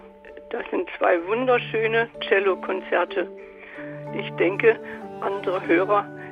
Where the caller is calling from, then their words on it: Erlangen, Bavaria, Germany; ich rufe aus Erlangen.